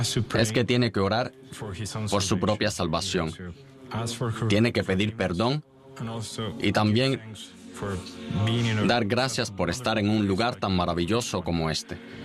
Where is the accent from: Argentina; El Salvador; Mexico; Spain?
Argentina; moved away as an adult; Soy de Argentina. Me envió aquí en el 2021 nuestro obispo a cargo de Sudamérica, el obispo Juan. He estado aquí exactamente desde el 2022.